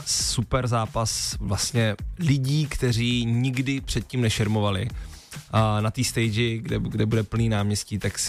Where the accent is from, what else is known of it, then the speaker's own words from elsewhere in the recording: Brno, South Moravian Region, Czechia; a já budu nejvíc rád, když přijdete a oslavíme to všichni spolu v mým rodném městě v Brně.